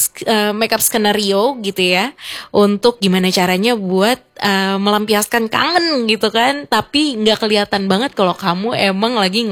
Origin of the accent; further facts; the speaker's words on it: Jakarta, Indonesia; accent: Betawi; moved away as an adult; now in Manado, Indonesia; aku kan asli Jakarta gitu. Kalau ngomong mungkin ada yang notice ya, aku ngomongnya ada logat-logat Betawinya juga gitu kan.